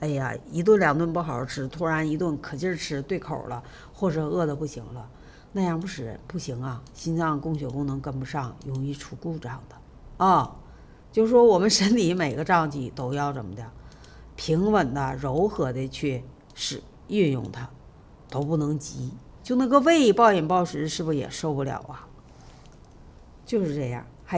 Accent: Northeast China, China; 我们东北人口重啊

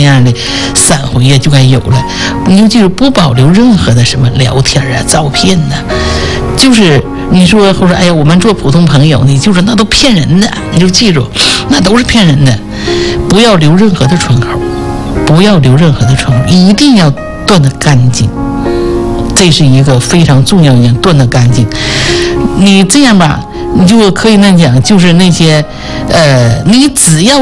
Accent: Northeast China, China; 我们东北人叫割了瓣哈

